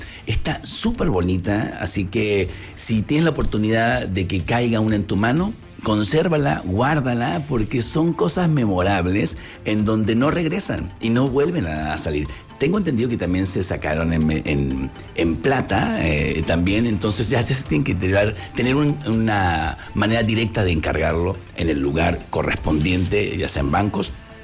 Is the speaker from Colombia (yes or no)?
no; Mexico; en donde decimos todos somos mexicanos